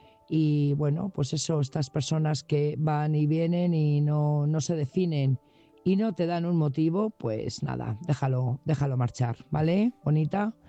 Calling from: Burgos, Castile and León, Spain; Buenas noches … corresponsal de Burgos.

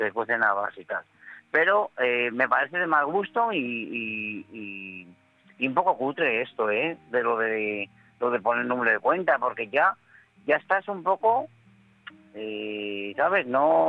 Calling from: Madrid, Community of Madrid, Spain; de Madrid

